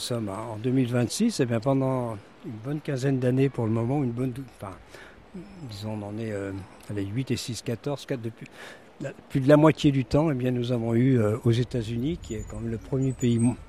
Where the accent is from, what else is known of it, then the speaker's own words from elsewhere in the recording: Janzé, Brittany, France; Enfin, bien sûr, j'y suis né, nous serions allés dans ma ferme familiale, là où je suis né